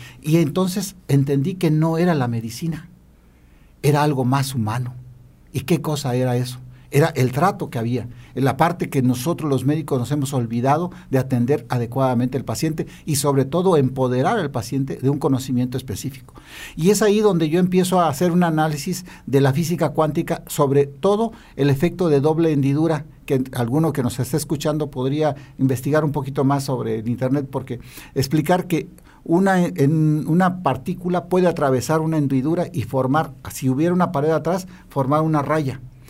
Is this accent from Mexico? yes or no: yes; Comitán, Chiapas, Mexico; ahí en mi pueblo, en Comitán, yo soy de Comitán